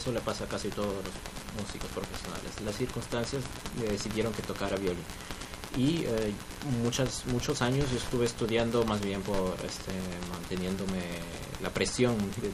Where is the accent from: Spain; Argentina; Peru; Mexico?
Peru; me fui a regresé a Perú, donde trabajo.